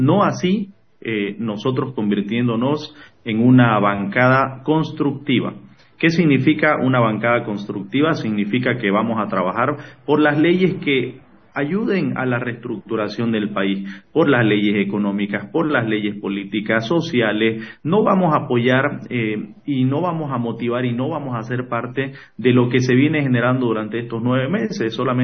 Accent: Santa Cruz, Bolivia

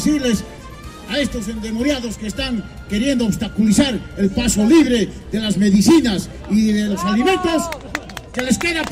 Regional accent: Bolivia

